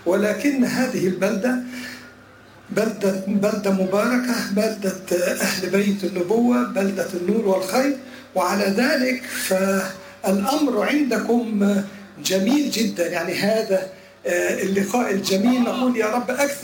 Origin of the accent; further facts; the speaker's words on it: Egypt; انا تربيت في مصر، وكنت وانا صغير في مدرسه فرنسيه كاثوليكيه، لم يكن يسمح لنا بالكلام بالعربيه.